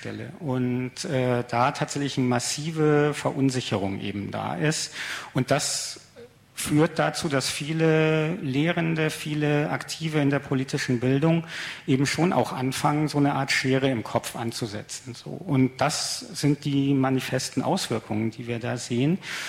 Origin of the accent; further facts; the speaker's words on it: Münster, North Rhine-Westphalia, Germany; Also ich komme ja aus Münster